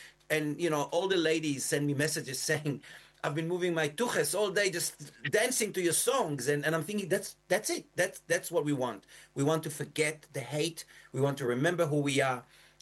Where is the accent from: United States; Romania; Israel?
Israel; Yad Mordechai, Southern District; And I remembered something when I was growing up in Kibbutz Yad Mordechai.